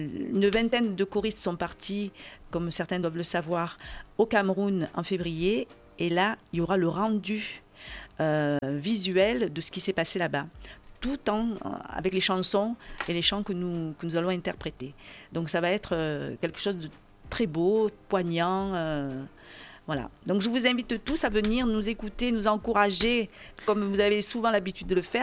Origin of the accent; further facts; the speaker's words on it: Marseille, Provence-Alpes-Côte d'Azur, France; born there; moi je suis née à Marseille